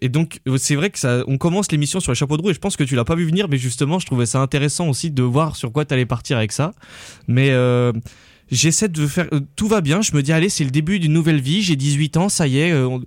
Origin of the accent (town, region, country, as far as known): Grenoble, Auvergne-Rhône-Alpes, France; born or raised there